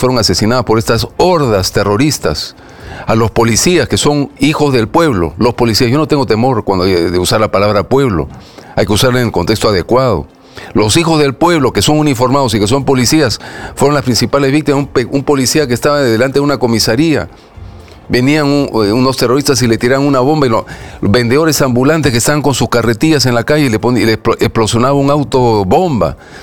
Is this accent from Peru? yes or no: yes; Peru; reconociéndonos todos como peruanos.